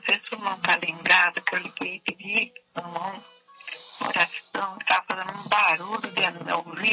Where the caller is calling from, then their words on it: Bauru, São Paulo, Brazil; Eu falo aqui de Bauru.